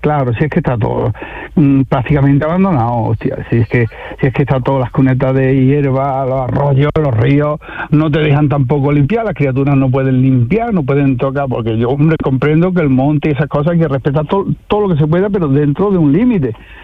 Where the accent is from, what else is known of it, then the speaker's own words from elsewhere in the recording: Córdoba, Andalusia, Spain; Yo soy de Córdoba, sí.